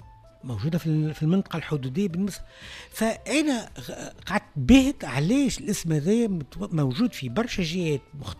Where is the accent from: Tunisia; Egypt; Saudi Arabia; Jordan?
Tunisia; عندنا في الجنوب التونسي